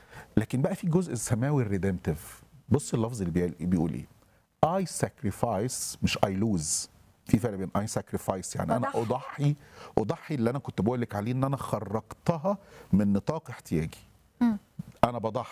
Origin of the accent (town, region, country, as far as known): Egypt